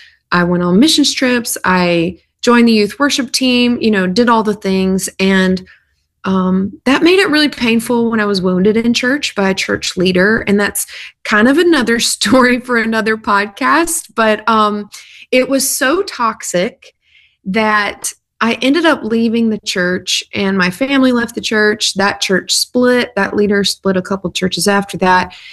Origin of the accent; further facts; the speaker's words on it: South Carolina, United States; I grew up in South Carolina on a lot of acreage in a trailer out in the middle of nowhere. My dad helped deliver cows on a dairy farm growing up, and my family took me to church every time the doors were opened.